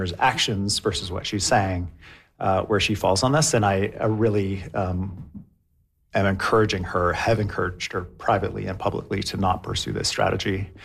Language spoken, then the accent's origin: English; British Columbia, Canada; we do that proudly as British Columbians, getting big things done, but also we see our role as facilitating the work we want to do as Canadians, as a whole country.